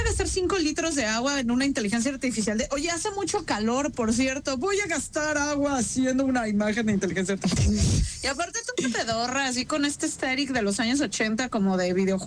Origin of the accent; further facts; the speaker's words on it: Mexico City, Mexico; No, en Ciudad de México. Yo nací, crecí en Ciudad de México. Era café.